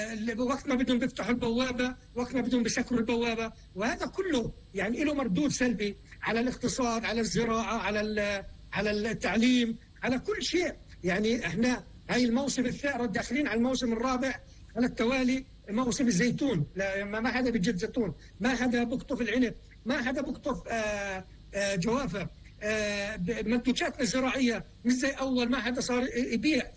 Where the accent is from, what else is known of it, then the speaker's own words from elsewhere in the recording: Palestine; لنا كشعب فلسطيني